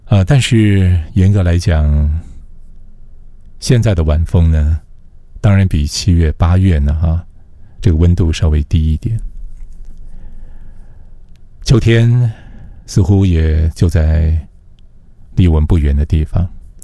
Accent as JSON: {"language": "Chinese", "country": "Taiwan", "said": "在台湾生长的我们"}